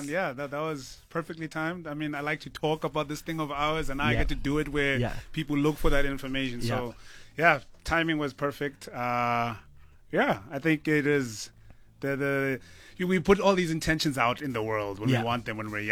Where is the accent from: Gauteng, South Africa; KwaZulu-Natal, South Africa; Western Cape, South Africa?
KwaZulu-Natal, South Africa; Kokstad; In Kokstad is it's one of those places that you drive by.